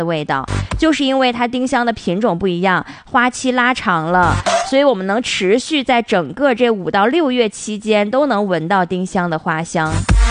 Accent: Northeast China, China; 咱们东北人

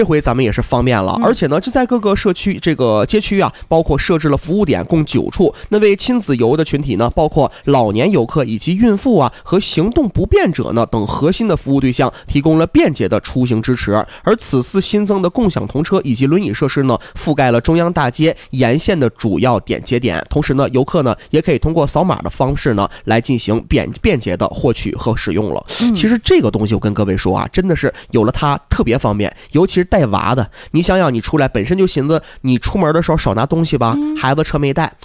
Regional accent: Harbin, Heilongjiang, China; 咱们哈尔滨人

